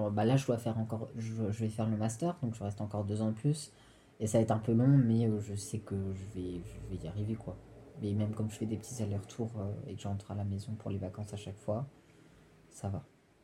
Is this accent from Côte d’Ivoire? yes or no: no; Réunion, France; now in Nancy, France; dans le sens où j'ai commencé à me sentir déraciné donc, quand j'étais à Nancy. Mais aussi un truc du ah, je suis loin de la Réunion et avoir un besoin de nommer de qu'est-ce que c'est être réunionnais enfin.